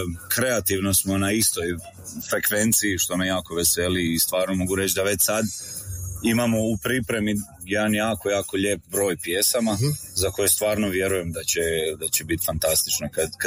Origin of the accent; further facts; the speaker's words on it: Valpovo, Osijek-Baranja County, Croatia; ja sam tamo iz Valpova.